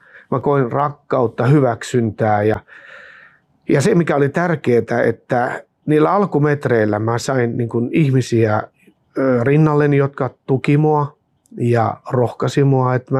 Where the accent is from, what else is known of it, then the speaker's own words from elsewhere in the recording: Jyväskylä, Central Finland, Finland; ja olen Jyväskylästä kotoisin, mutta olen täällä töissä tällä hetkellä.